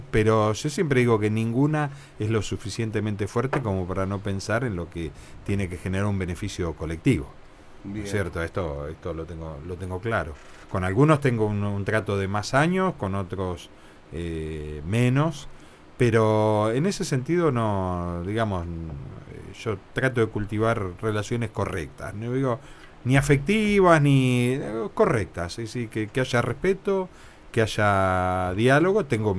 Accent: Indio Rico, Buenos Aires Province, Argentina; also born or lived in Tres Arroyos; now in Bahía Blanca, Argentina; Me crié entre Indio Rico y Tres Arroyos

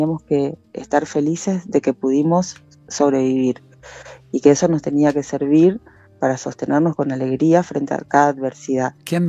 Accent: Argentina; nosotros como sociedad argentina

